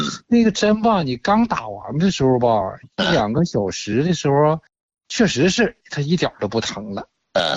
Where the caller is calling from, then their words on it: Liaoning, China; 我家是辽宁的。